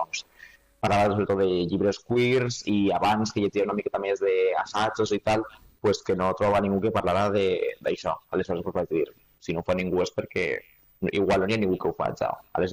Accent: Vila-real, Valencian Community, Spain; jo soc del País Valencià, soc de Vila-real, que igual els futboleros coneixereu el poble pel futbol i tal

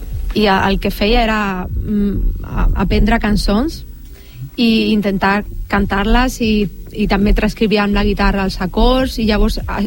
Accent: Málaga, Andalusia, Spain; Catalan is a second language; moved away as an adult; now in Catalonia, Spain; jo vinc de Màlaga

